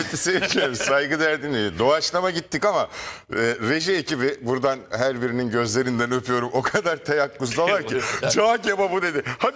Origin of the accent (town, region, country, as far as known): Hatay, Turkey; born or raised there